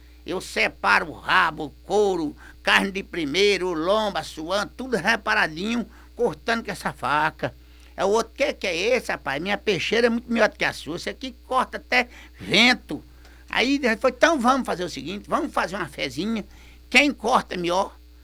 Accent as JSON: {"language": "Portuguese", "region": "Bahia", "country": "Brazil", "moved": "yes", "said": "na Bahia, eu sou baiano, eu vou lá de vez em quando"}